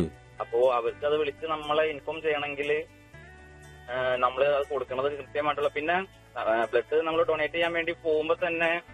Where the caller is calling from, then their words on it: Vazhakulam, Kerala, India; എന്റെ വീട് വാഴക്കുളം, സൗത്ത് വാഴക്കുളം.